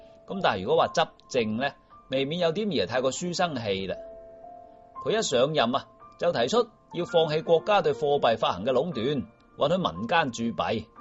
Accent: China; 我发现我哋中国人自古以嚟呢，对于朝廷嘅大臣啊，习惯咗一个所谓嘅中间议员格局

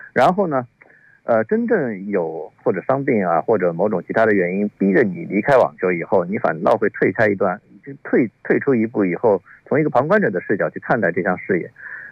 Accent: China

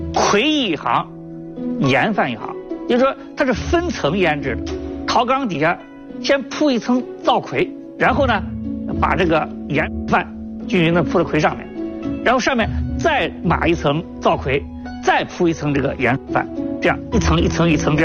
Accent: Shijiazhuang, Hebei, China; 我老家是河北石家庄的，典型的北方

